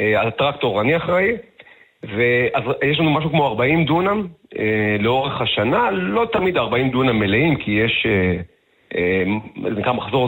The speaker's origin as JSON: {"language": "Hebrew", "town": "Beersheba", "region": "Southern District", "country": "Israel", "tie": "born there", "moved": "yes", "lives_now": "Kibbutz HaMa'apil, Israel", "said": "אני לא יליד הקיבוץ, אני בכלל נולדתי בבאר שבע"}